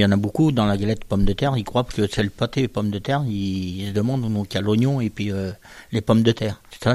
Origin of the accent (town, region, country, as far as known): Centre-Val de Loire, France